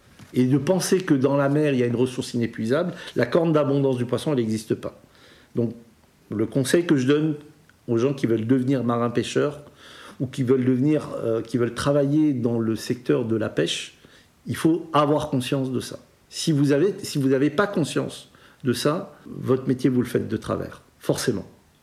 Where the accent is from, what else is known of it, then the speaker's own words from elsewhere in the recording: Algeria; now in France; Quand je suis parti d'Algérie